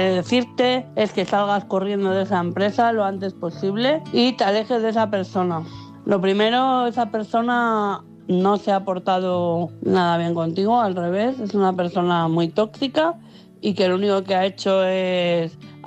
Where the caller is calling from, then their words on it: Madrid, Community of Madrid, Spain; de Madrid.